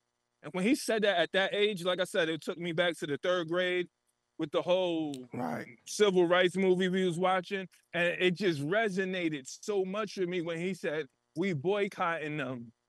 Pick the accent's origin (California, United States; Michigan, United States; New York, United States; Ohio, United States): New York, United States; New York City; because I was from the Bronx, I'm from the Bronx, and I used to go to Harlem to go to the Rucker.